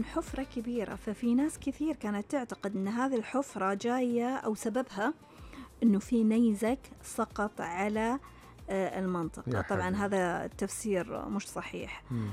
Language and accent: Arabic; Saudi Arabia; عندنا في السعودية.